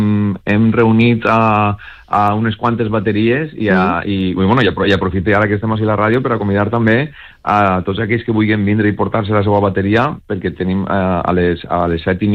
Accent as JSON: {"language": "Catalan", "town": "Gata de Gorgos", "region": "Valencian Community", "country": "Spain", "said": "bueno, molts músics som de Gata, però també tenim músics de Teulà"}